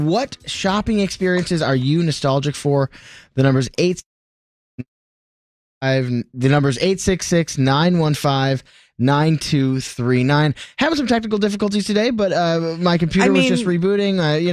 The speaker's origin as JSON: {"language": "English", "region": "Michigan", "country": "United States", "tie": "born or raised there", "said": "growing up in, suburban Detroit"}